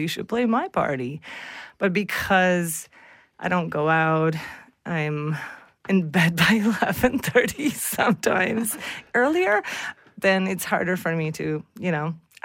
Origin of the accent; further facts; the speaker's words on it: Bratislava, Bratislava Region, Slovakia; I mean via Toronto, but I was born in Bratislava and raised, yes.